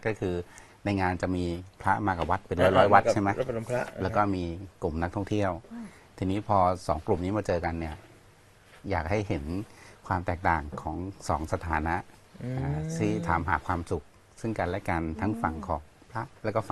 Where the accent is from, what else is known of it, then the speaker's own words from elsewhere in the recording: Surat Thani, Thailand; ผมก็เป็นคนสุราษฎร์เนี่ยครับแล้วก็เรียนที่นี่โตที่นี่แล้วก็ทำงานที่นี่ครับ